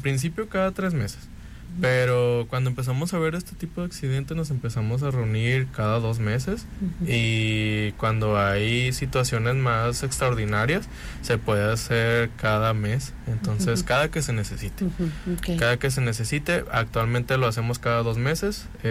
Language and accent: Spanish; Cuauhtémoc, Colima, Mexico; yo soy de Cuauhtémoc, yo vivo en Cuauhtémoc